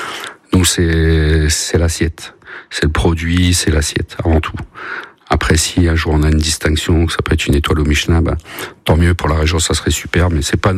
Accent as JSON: {"language": "French", "region": "Nouvelle-Aquitaine", "country": "France", "tie": "born there", "also_born_or_lived": "French Flanders, Hauts-de-France, France", "said": "moi j'ai grandi ici, j'ai connu mon épouse ici. Ça fait 25 ans qu'on connaît le Poitou. Donc même si on est originaire des Flandres, à frontière belge, on a passé beaucoup plus de temps dans le Poitou que chez nous. Donc c'est un retour, on va dire, à notre enfance. On est revenu ici."}